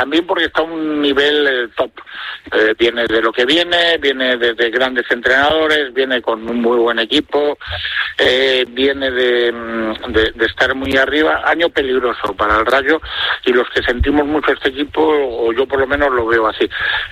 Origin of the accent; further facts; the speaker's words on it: Valladolid, Castile and León, Spain; Yo soy pucelano y blanquivioleta de Valladolid, moriré siendo así